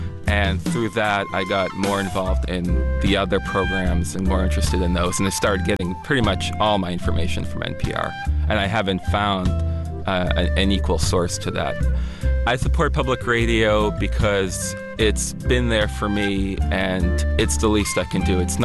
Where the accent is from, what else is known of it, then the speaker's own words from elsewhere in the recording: Ukraine; English is a second language; now in United States; I'm an immigrant from the Ukraine. I had friends abroad, and I would burn CDs of the program from the radio